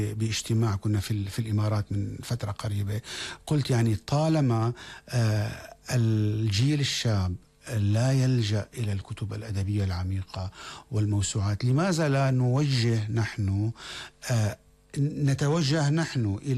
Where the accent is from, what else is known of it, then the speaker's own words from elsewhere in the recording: Syria; ونحن كسوريين يعني يقولوا عنا في الخارج بأنكم الأقرب تحدثا بلهجتكم العامية إلى اللغة العربية الفصحى.